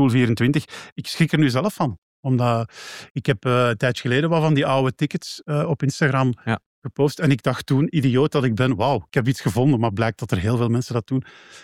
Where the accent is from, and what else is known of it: Leuven, Flanders, Belgium